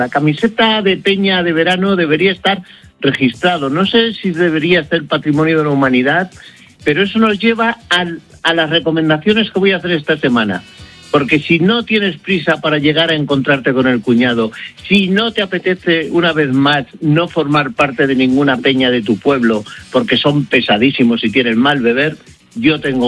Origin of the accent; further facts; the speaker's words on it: Villacastín, Castile and León, Spain; mi pueblo, en Villacastín